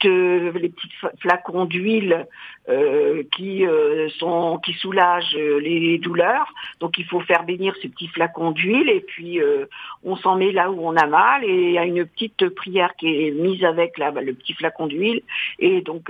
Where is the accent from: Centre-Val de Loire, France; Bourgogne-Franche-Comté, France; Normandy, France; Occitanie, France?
Normandy, France; La Ferté-Macé; moi, je suis de la région, je suis de la Ferté-Massé.